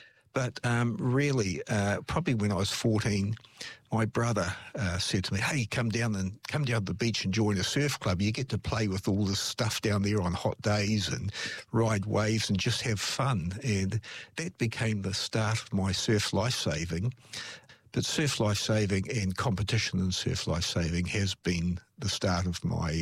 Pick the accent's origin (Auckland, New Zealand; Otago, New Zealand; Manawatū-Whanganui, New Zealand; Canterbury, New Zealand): Canterbury, New Zealand; Christchurch; as you gathered by my voice, I'm Kiwi. I'm born and bred in Christchurch here. I've done a lot of travelling, so I have been away from Christchurch, but this is my home.